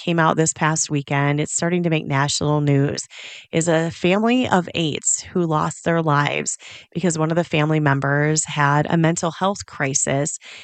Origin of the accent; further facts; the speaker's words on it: Michigan, United States; actually grew up in my hometown in Michigan